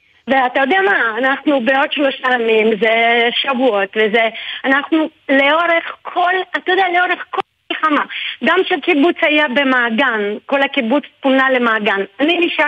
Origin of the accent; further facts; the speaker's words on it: Rome, Lazio, Italy; accent: Italian; Hebrew is a second language; now in Kibbutz Sasa, Israel; אני מרומא, אבל כבר הרבה שנים אני חברת קיבוץ ססה.